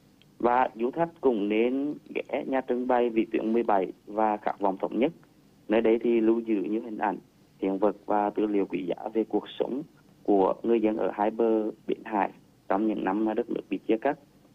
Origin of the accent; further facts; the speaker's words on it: Quảng Trị, Vietnam; khi Quảng Trị được tiếp đón rất là nhiều các vị du khách đến từ muôn phương về thăm quê hương em.